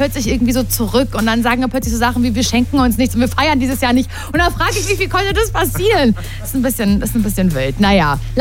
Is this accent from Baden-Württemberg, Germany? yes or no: yes; Stuttgart, Baden-Württemberg, Germany; ich komme auch aus Stuttgart